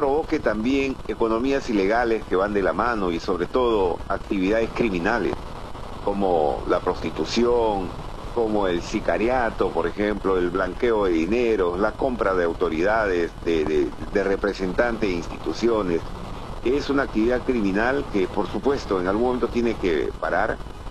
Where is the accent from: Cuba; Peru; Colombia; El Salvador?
Peru; nosotros estamos pagando más precio hoy en día como peruanos